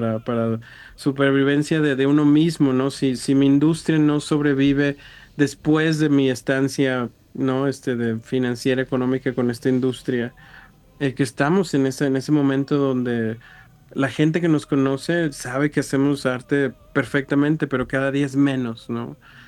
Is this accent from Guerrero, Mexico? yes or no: no; Mexico City, Mexico; born there; Yo nací en el DF